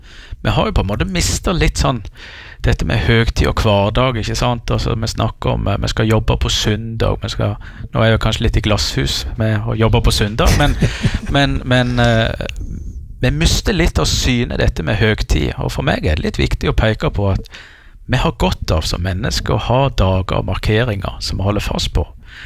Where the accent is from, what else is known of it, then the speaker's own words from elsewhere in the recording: Jæren, Rogaland, Norway; now in Giske, Norway; både på Sunnmøre og på Jæren der jeg er ifra.